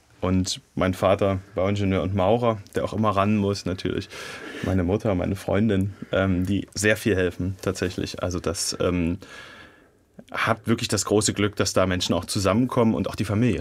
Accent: Jena, Thuringia, Germany; Und aus Osmanstedt komme ich natürlich immer aus Jena-Priesnitz. In Berlin komme ich aus Jena. Das funktioniert besser.

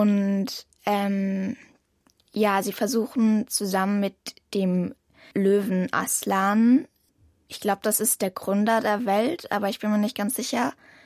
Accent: Halle, Saxony-Anhalt, Germany; ich komme aus Halle und gehe dort aufs Thomas-Münzer-Gymnasium.

